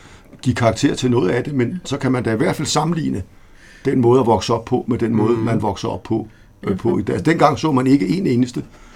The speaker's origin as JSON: {"language": "Danish", "town": "Rødovre", "region": "Capital Region of Denmark", "country": "Denmark", "tie": "born there", "also_born_or_lived": "Værløse"}